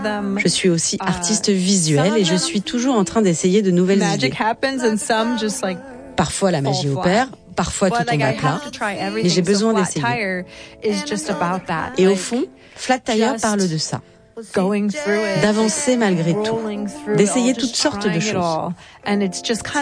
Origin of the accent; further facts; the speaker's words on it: Florida, United States; Et puis, en grandissant en Floride, le reggae faisait aussi partie du paysage. J'habitais près de la plage et cette musique était partout autour de moi.